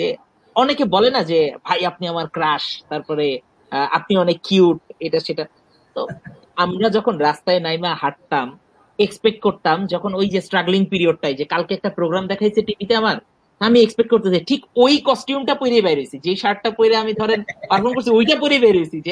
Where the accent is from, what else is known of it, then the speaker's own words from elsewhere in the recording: Dhaka, Dhaka Division, Bangladesh; আমার বাবা মা লক্ষ্মীপুরে বড় হয়েছে, লক্ষ্মীপুর আমাকে আমার বাবা মা উপহার দিছে, আমি আসলে ঢাকাতেই বড় হয়েছি